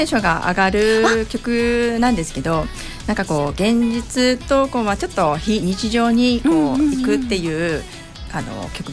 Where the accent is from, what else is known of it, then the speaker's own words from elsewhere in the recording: Tsurugi, Tokushima, Japan; 私はこの県西部の、うんうん、剣町というところから。